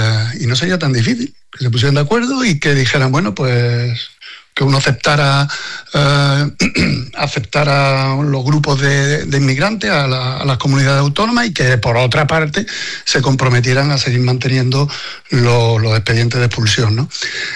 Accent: Lugo, Galicia, Spain; Encantado de hablar con vosotros y sobre todo que soy de Lugo, que tengo amistades desde pequeño y a través de mis padres con familia de Lugo.

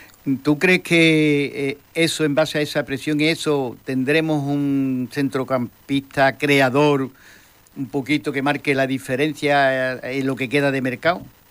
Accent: Andalusia, Spain; Porque yo como andaluz, yo entiendo muchas cosas.

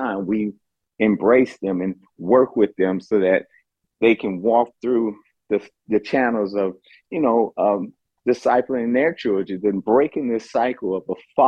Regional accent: Oakland, California, United States; I'm from Oakland, California, and born and raised there.

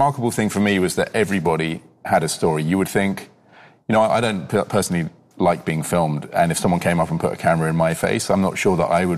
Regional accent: England, United Kingdom; moved away as an adult; now in United States; I'm from England and I have my own American dream story. I always dreamt of moving to America and being an American. And it was a huge moment for me in my life when I became an American citizen.

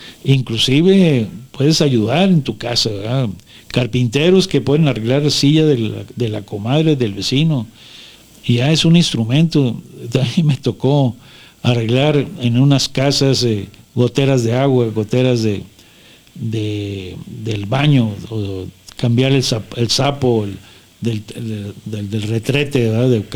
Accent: Mexico; No dejemos de declinar que somos mexicanos.

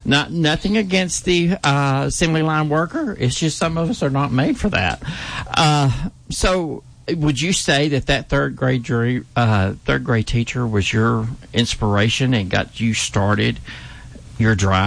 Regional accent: Shreveport, Louisiana, United States; I was born and raised here

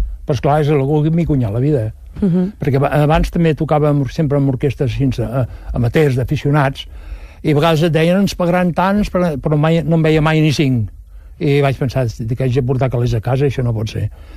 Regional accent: Mas Rampinyo, Catalonia, Spain; perquè soc de Mar Rampinyo, si ho entès, Montcada Reixac, entre Montcada Reixac i la Llagosta hi ha Mar Rampinyo.

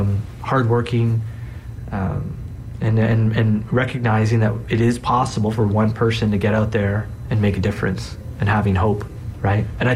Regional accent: Toronto, Ontario, Canada; not only is it my hometown

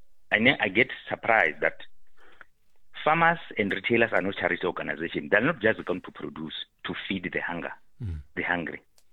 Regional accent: Venda, Limpopo, South Africa; born there; also born or lived in Soweto / Alexandra; when I grew up in Venda, in the rural areas, when we grew up in Soweto

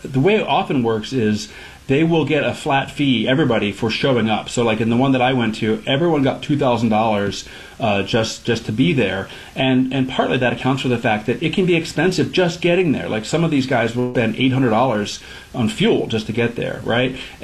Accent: Maryland, United States; Yeah, I didn't realize it either, and I'm from Maryland.

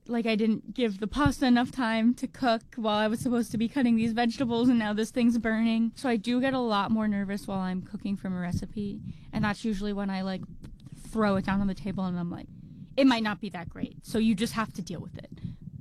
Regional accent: New Jersey, United States; And then I grew up in New Jersey.

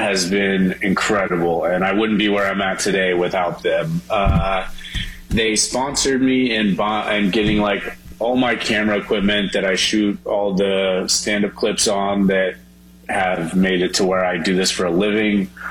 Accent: Oklahoma, United States; I grew up in Oklahoma.

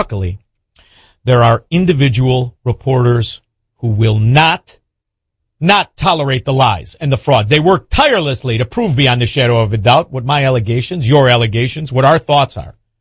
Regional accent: Chicago, Illinois, United States; you know, I'm from Chicago. Hello. We've been bragging about this my entire existence.

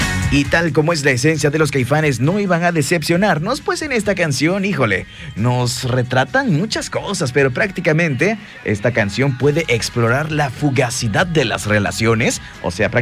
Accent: Mexico

